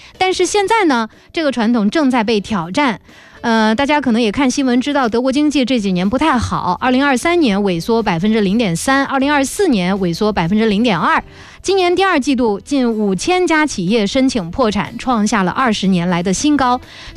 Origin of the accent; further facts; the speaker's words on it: China; 我作为一个中国人啊